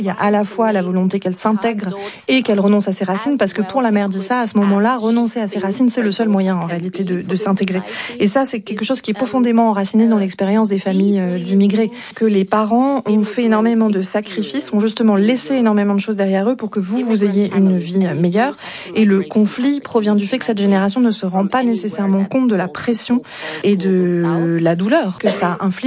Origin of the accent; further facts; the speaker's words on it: Germany; Et moi, j'ai grandi effectivement avec des gens qui me disaient que j'étais trop noire pour être allemande et qui me disaient qu'il fallait que je rentre chez moi.